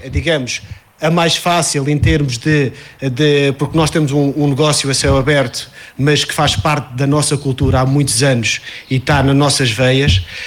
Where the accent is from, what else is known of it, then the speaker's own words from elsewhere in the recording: Proença Nova, Centro, Portugal; também sou de cá, embora trabalhe numa adega da região norte da Beira Interior, em Figueira de Castelo Rodrigo, mas eu sou daqui, sou de Proença Nova